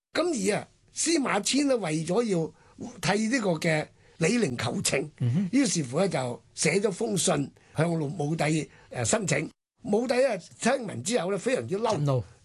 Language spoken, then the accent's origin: Cantonese; Guangdong, China; 我哋廣東人都成日講嘅